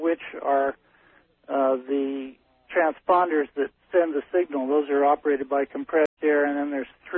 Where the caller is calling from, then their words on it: Ensenada, Baja California, Mexico; although I live in Mexico, I work in Trinidad.